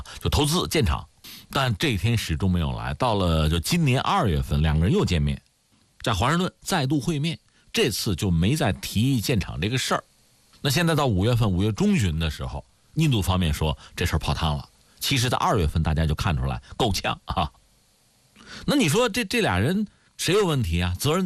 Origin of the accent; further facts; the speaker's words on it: China; 咱是中国人